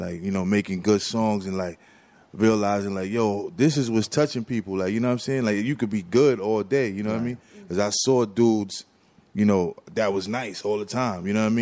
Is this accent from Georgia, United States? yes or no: no; New York City, New York, United States; And then growing up in Harlem, it was one of them things that, you know, I was just part of the tapestry